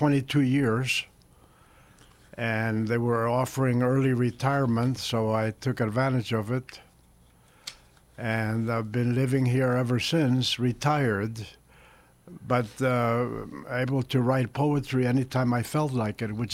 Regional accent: Elizabeth, New Jersey, United States; also born or lived in Spain; I was born in Spain, and right after the Spanish Civil War, and my mother's brothers and sister helped us come across to America in 1949. So my first taste of America was Elizabeth, New Jersey, 15 miles outside of New York, and where I went to elementary school

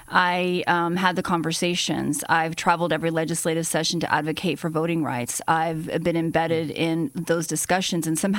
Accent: New Mexico, United States; I'm from the South

